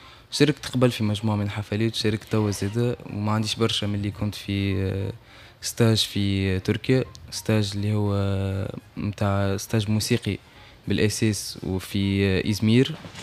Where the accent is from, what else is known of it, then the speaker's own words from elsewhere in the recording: Tunisia; نحن التوانسة